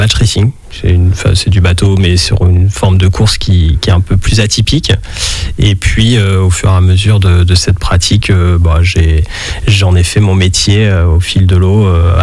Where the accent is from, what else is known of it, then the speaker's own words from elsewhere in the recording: Challans, Pays de la Loire, France; j'ai grandi à Chalon et j'ai découvert le milieu nautique, le milieu marin à Saint-Jean-de-Mont, la plage la plus proche.